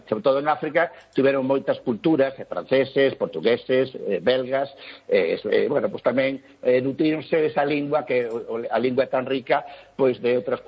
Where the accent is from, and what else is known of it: Galicia, Spain